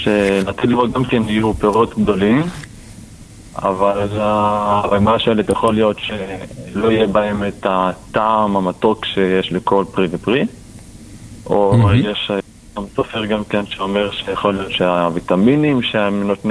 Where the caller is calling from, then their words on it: Jerusalem, Jerusalem District, Israel; מירושלים.